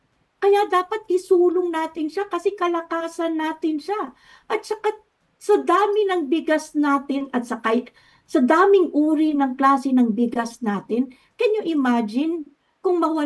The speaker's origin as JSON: {"language": "Tagalog", "region": "Luzon", "country": "Philippines", "said": "Napakaganda nating tao at hindi tayo maganda lang kasi taga Luzon ako"}